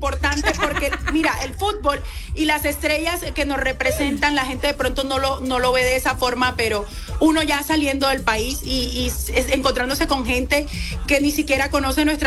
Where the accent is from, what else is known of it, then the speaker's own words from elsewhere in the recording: La Guajira, Colombia; sí, claro, es de mi pueblo, yo soy del lugar donde nació Lucho Díaz.